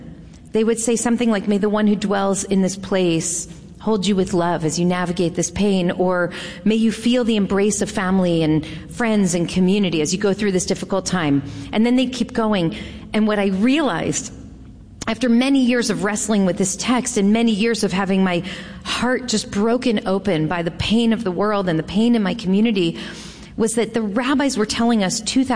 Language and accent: English; United States; as a young mother, and as a human being, as an American, and as a Jew.